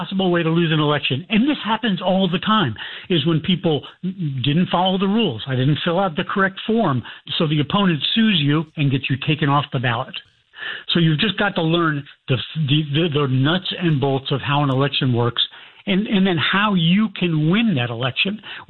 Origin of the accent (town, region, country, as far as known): Plano, Texas, United States; born or raised there